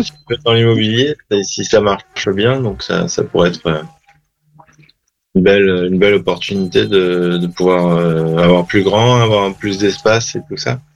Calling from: Vincennes, Île-de-France, France; ça fait 13 ans que je suis à Vincennes

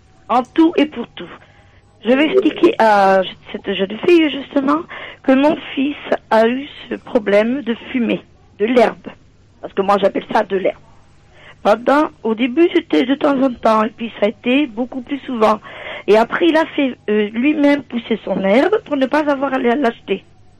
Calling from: Centre-Val de Loire, France; de Florence, dans le Cher.

